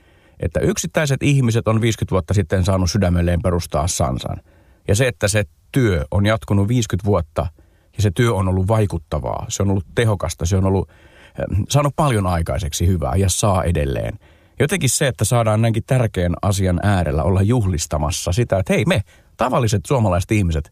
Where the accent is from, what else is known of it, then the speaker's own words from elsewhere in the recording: Porvoo, Uusimaa, Finland; omassa kotikaupungissani Porvoossa